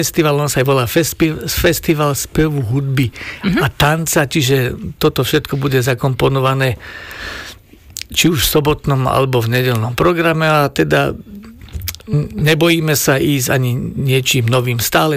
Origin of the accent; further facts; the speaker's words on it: Krakovany, Trnava Region, Slovakia; ja som rodák z Krakovian.